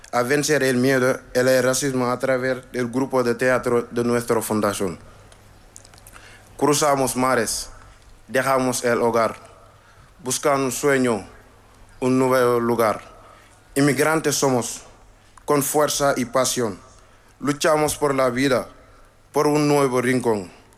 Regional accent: Senegal; Spanish is a second language; now in Tenerife, Spain; tengo 20 años y soy de Senegal.

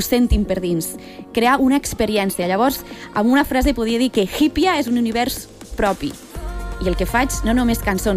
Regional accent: Lleida, Catalonia, Spain

